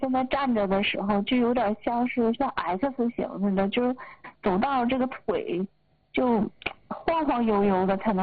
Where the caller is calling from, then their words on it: Changchun, Jilin, China; 我是长春的。我今年48了。